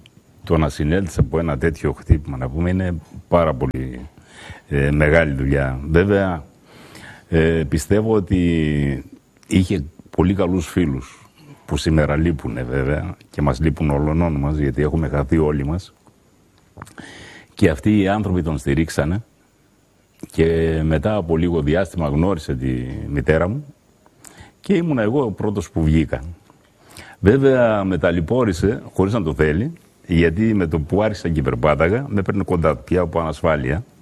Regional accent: Ioannina, Epirus, Greece; born there; Στην πατρίδα μου.

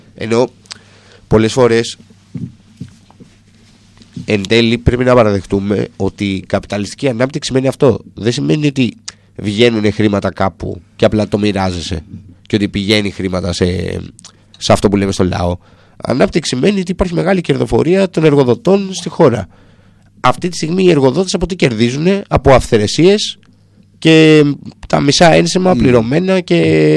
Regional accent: Greece; Λέω είμαι Έλληνας. Ωραία. Αγαπάω την πατρίδα μου

